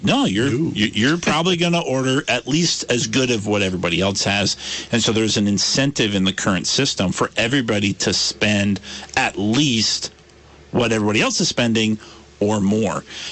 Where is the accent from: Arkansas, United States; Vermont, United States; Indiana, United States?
Vermont, United States; Brandon; I grew up in Brandon, and Brandon used to have its own high school for that town.